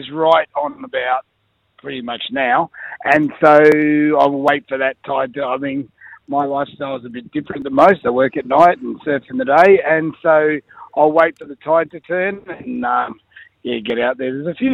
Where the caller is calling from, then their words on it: Australia